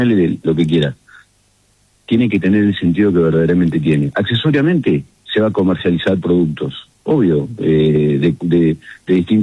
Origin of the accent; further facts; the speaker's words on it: Buenos Aires Province, Argentina; nosotros somos el inicio de la Patagonia desde norte